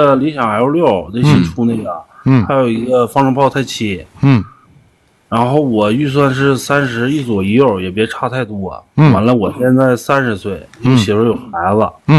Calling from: Inner Mongolia, China; 我家是内蒙古的。

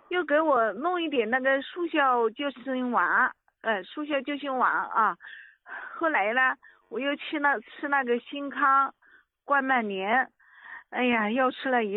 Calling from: Hubei, China

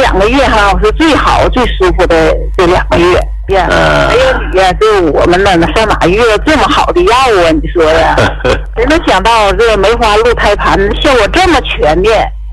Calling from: Shenyang, Liaoning, China; 我家沈阳的。

